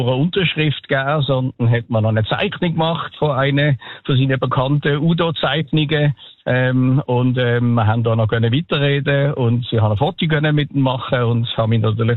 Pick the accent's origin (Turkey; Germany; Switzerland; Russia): Switzerland; Lucerne; hat mich gefragt, wo ich herkomme. Und dann hat er gesagt, aus Luzern.